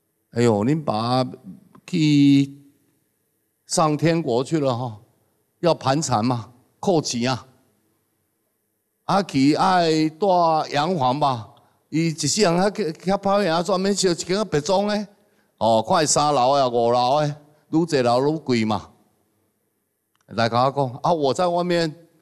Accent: Taiwan

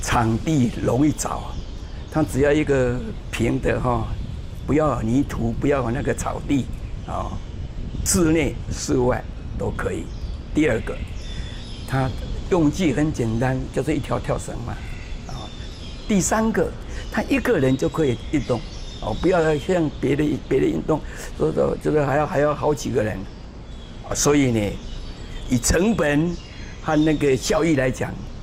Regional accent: Changhua County, Taiwan; born there; 我的出生地在彰化县

